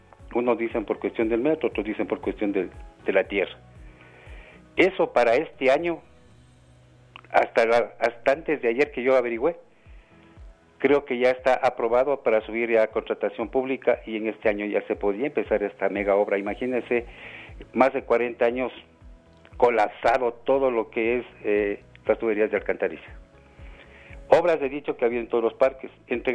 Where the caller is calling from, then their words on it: Quito, Pichincha, Ecuador; Llamo desde Solanda